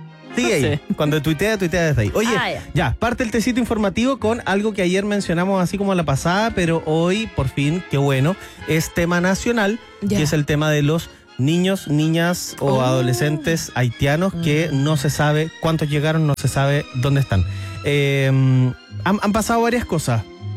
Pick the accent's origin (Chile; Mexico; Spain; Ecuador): Chile; Viña del Mar, Valparaíso; moved away as an adult; now in Santiago, Chile; yo soy de Viña y llevo 6 años viviendo en Santiago. 6 o 7 incluso, 7. 7 años viviendo en Santiago